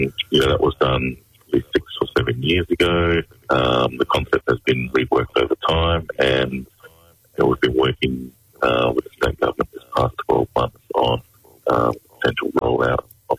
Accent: Broome, Western Australia, Australia; I'm originally from Broome and have connections to Yaru and Aboriginal country.

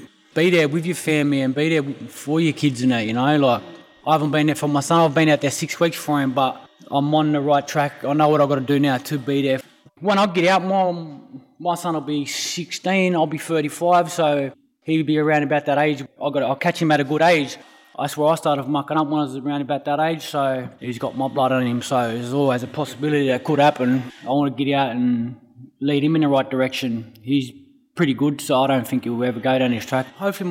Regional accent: Mount Druitt, New South Wales, Australia; My dad's Koori and my mum's white. I grew up in Mount Druitt all my life.

